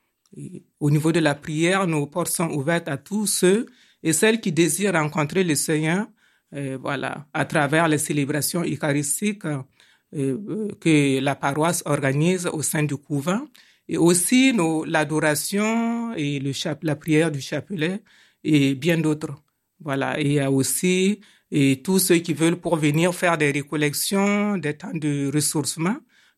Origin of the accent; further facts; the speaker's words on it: Burkina Faso; Je suis du Burkina Faso.